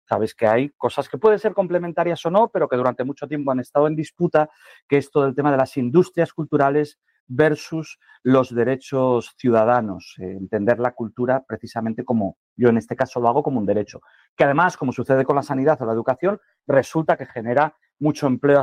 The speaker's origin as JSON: {"language": "Spanish", "region": "Asturias", "country": "Spain", "said": "Yo incluso en mi tierra, en Asturias"}